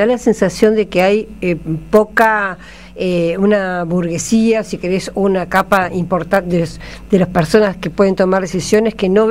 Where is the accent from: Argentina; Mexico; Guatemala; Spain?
Argentina